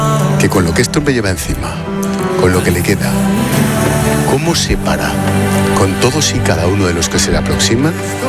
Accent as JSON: {"language": "Spanish", "town": "Madrid", "region": "Community of Madrid", "country": "Spain", "said": "para los que somos de Vallecas, de Carabanchel, de Cuatro Caminos, el que está en Madrid es de Madrid."}